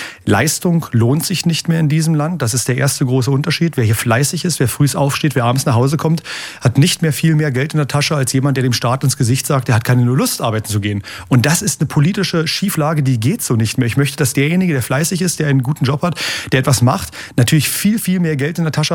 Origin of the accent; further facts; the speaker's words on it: Saxony-Anhalt, Germany; Das machen die Menschen in Sachsen-Anhalt und da bin ich sehr stolz auf meine Heimat